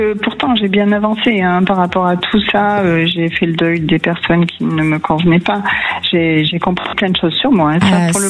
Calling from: Issoire, Auvergne-Rhône-Alpes, France; J'appelle de Issoire, en Auvergne.

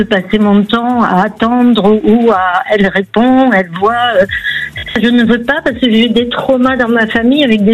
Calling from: Landes, Nouvelle-Aquitaine, France; Je vous appelle des Landes.

